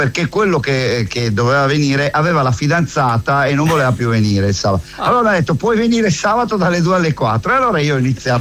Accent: San Donato Milanese, Lombardy, Italy; E allora lì a Metanopoli, perché io vengo da Metanopoli, sono un figlio del cane a sei zampe.

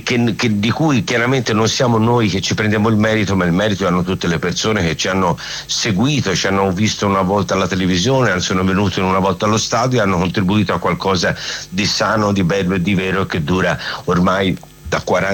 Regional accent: Florence, Tuscany, Italy; io sono fiorentino

